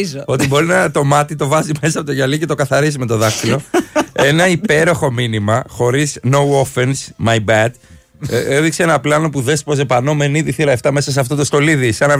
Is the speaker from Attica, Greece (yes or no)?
yes; Menidi, Attica, Greece; also born or lived in Liosia